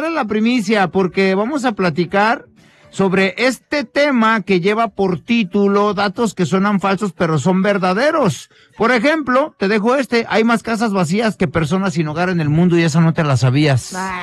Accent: Guadalajara, Jalisco, Mexico; Soy tapatío.

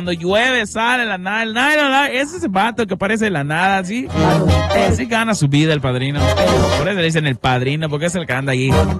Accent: Mérida, Yucatán, Mexico; Sí, es que somos nosotros de Waspa. ¿No conoces Waspa, che? ¿No has dado tu rol? A Waspa. Chécalo, búscalo, Waspa. No estoy hablando del Wats. No, la colonia Waspa. En Mérida.

